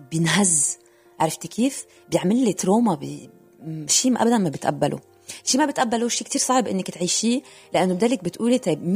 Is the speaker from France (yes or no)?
yes; France; طبعا دم لبناني كل شيء فيه لبناني وبعدين رغم أنه أنا كبرت بفرنسا ماما ربتنا على اللبنانية اللبنانية 100%